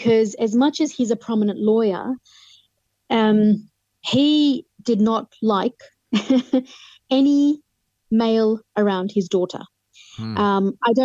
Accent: Hampstead, London, United Kingdom; born there; And I said, oh, well, I was born in Hampstead, London.

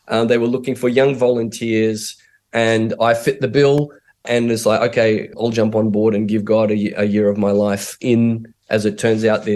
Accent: Hervey Bay, Queensland, Australia; also born or lived in Townsville; And so I was born in Townsville when he was in the army. And then after he got out of the army, we moved to the rural part around Hervey Bay, and that's where I grew up and had all my schooling.

